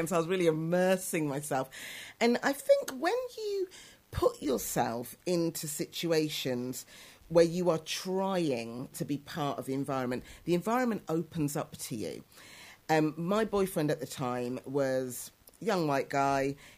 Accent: Coventry, West Midlands, United Kingdom; moved away; I'm an only child. I was brought up in Coventry.

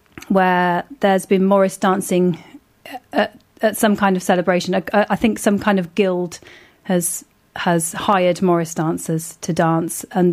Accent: Bradford-on-Avon, South West England, United Kingdom; moved away as an adult; now in Frome, United Kingdom; I grew up nearby in Bradford-on-Avon, and I moved to Froome 7 years ago

